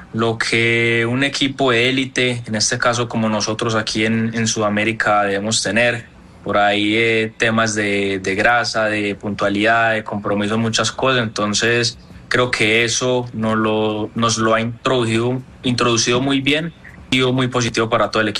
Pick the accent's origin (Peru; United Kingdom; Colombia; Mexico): Colombia; Medellín, Antioquia; No, señor, de acá de Medellín.